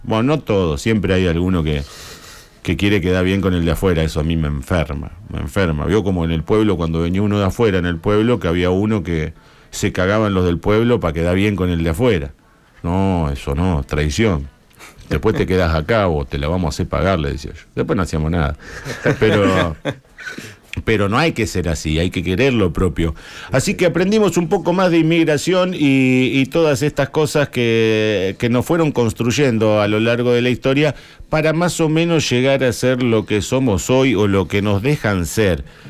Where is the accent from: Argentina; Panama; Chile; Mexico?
Argentina; nosotros también desde las otras provincias